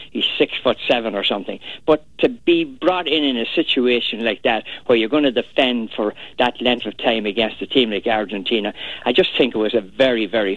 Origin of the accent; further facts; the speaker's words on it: Ireland; Great, yeah, I'm Irish.